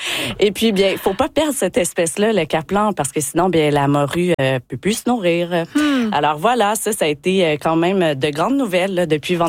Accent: Quebec, Canada; accent: Quebec; vous pouvez l'entendre par mon accent, je suis québécoise

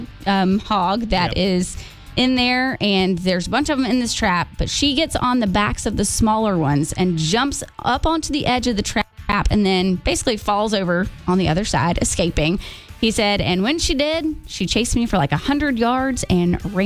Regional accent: Barnesville, Ohio, United States; we have talked on the show before about how I grew up in Barnesville

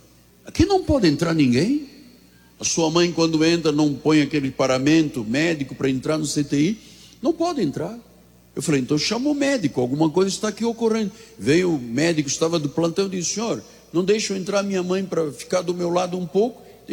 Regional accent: Angola; Eu falei, não, não sou negro, sou branco de Angola.

